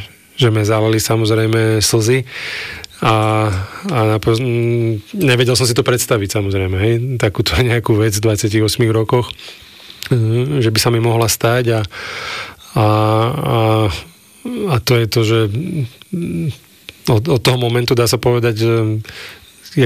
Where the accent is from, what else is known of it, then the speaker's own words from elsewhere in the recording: Bratislava, Bratislava Region, Slovakia; Petržalke.